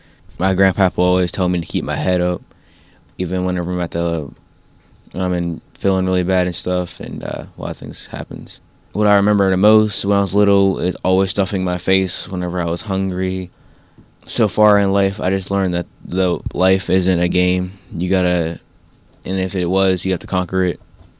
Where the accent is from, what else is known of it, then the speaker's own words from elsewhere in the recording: Pittsburgh, Pennsylvania, United States; born there; I was born in Pittsburgh